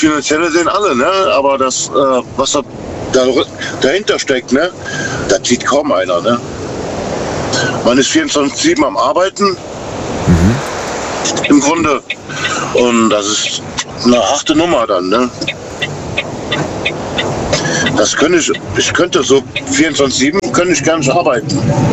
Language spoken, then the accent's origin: German; Rhineland, Germany; Also ich bin Rheinländer.